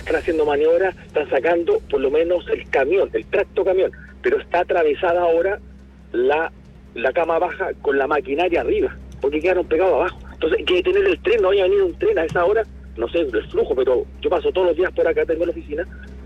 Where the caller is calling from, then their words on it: Requínoa, O'Higgins, Chile; te llamo de la comuna de Requinoa, en la ruta interior que va hacia Requinoa.